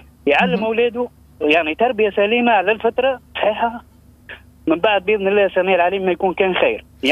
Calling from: Gafsa, Gafsa Governorate, Tunisia

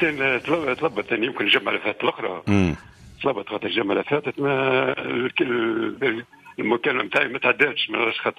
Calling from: El Jem, Mahdia Governorate, Tunisia; معك في الجم.

